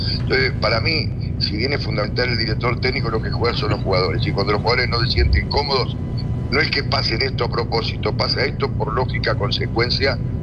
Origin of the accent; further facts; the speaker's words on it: Uruguay; Yo soy uruguayo y sé perfectamente la reacción anímica que puede tener el equipo.